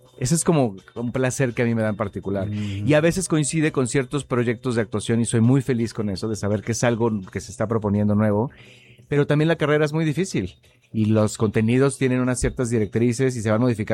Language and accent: Spanish; Mexico; Entonces nosotros somos muy mexicanos y mucho más dramáticos.